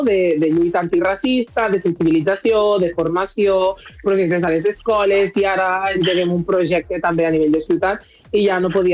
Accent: Lleida, Catalonia, Spain; born there; Jo soc, me veieu negra, però jo soc nascuda a Lleida, de mare blanca

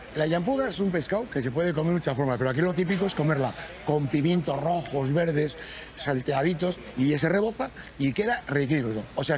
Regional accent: San Sebastián, Basque Country, Spain; now in Palma, Spain; yo soy de San Sebastián, llevo ya aquí en Mallorca 42 años, o sea, más de media vida, y por lo cual ya Mallorca es mi casa y Palma mi casa

